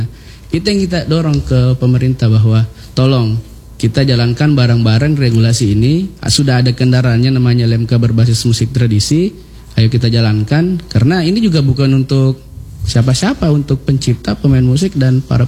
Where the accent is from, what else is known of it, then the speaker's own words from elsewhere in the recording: Makassar, South Sulawesi, Indonesia; kalau kita dulu mau keluar daerah dari saya dari Makassar mau ke ada event di Jawa atau mau keluar negeri